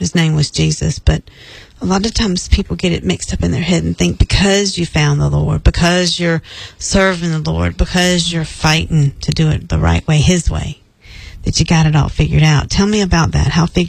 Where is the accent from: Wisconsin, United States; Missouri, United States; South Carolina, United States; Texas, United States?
South Carolina, United States; Charleston; because I'm from Charleston, so everybody talks real Southern and slow.